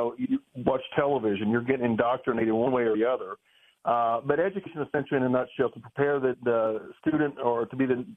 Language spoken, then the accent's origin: English; Tennessee, United States; I'm from Tennessee